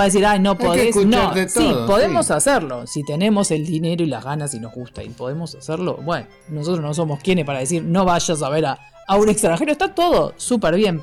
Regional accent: Argentina

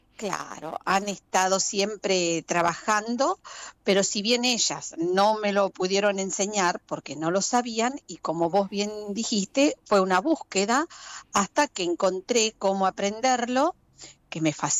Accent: Tandil, Buenos Aires Province, Argentina; now in La Plata, Argentina; Bueno, yo soy tandilense, pero desde hace muchos años resido en la ciudad de La Plata.

